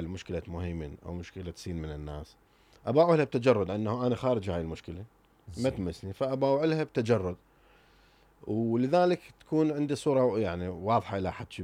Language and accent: Arabic; Iraq